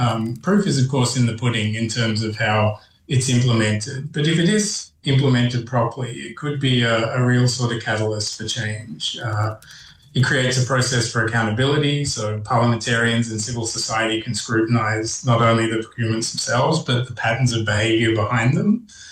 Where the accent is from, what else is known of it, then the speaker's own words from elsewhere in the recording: Australia; I'm Australian, right?